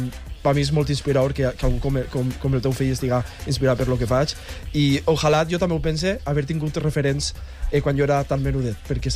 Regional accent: Guadassuar, Valencian Community, Spain; jo soc un xavalet de Guadassuar.

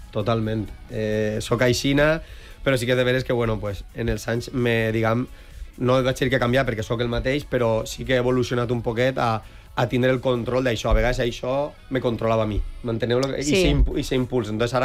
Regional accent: Almenara, Valencian Community, Spain; jo m'he criat en Almenara, sóc un xic de poble, orgullosíssim de les meues arrels

